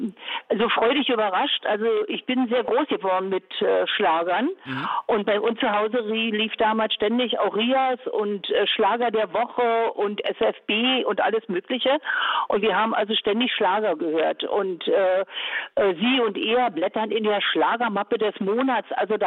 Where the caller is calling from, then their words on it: Berlin, Germany; Ich rufe aus Berlin-Wilmersdorf an.